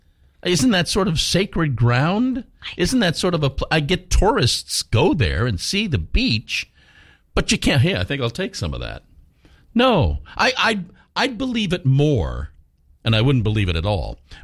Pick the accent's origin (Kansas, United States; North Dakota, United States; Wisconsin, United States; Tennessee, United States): Kansas, United States; Wichita; By the way, I'm here from Wichita, Kansas.